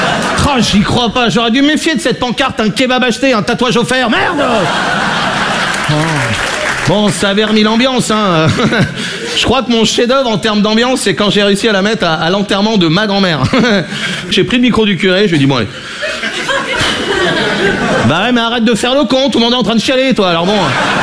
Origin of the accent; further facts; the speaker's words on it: Brittany, France; je suis breton, j'ai 20 ans.